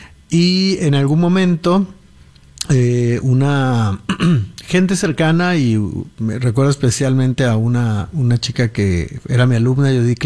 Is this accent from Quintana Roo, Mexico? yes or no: no; Guadalajara, Jalisco, Mexico